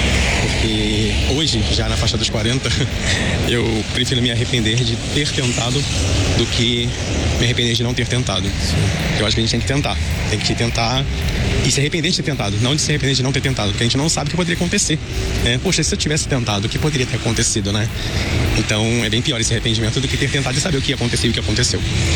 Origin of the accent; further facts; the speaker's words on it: São Paulo, Brazil; sou aqui do interior de São Paulo.